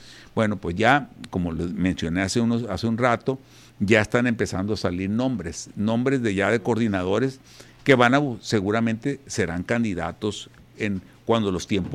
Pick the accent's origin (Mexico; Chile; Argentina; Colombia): Mexico; Somos los mismos mexicanos.